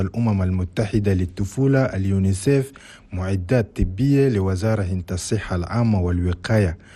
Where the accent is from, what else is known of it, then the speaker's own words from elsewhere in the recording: Chad; الكان ظهر في عدد من مناطق هنا بلدنا تشاد